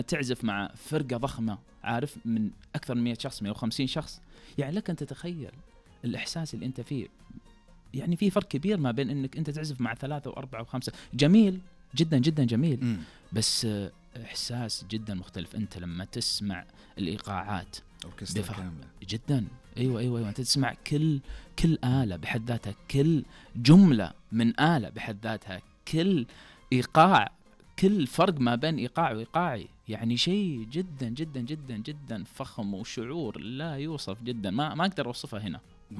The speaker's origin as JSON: {"language": "Arabic", "country": "Saudi Arabia"}